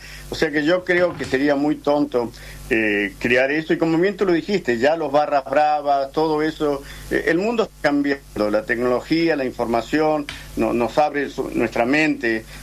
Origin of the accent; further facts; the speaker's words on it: Argentina; now in United States; Entonces, sí, es un juego que yo como argentino y veterano, porque yo soy enlistado para de Malvinas, yo llegué aquí en el año 82 a este país, a Estados Unidos